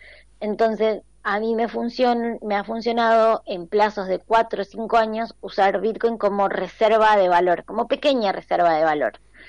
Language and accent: Spanish; Argentina; de eso sabemos un montón en Argentina